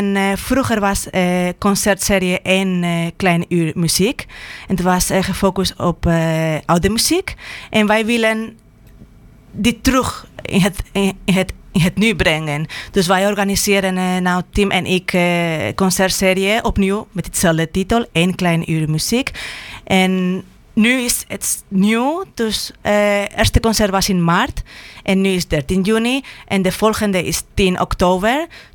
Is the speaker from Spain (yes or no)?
yes; Spain; Dutch is a second language; now in Netherlands; ik kom oorspronkelijk uit Spanje